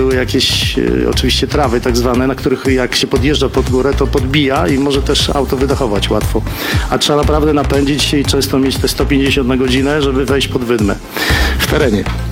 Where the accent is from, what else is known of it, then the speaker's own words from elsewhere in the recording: Białystok, Podlaskie Voivodeship, Poland; Białystok Podlaskie, jestem stąd